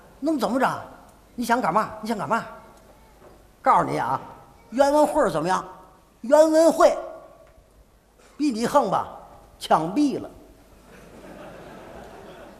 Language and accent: Chinese; Tianjin, China; 我们天津人讲话了，不能栽面儿，闹出事来。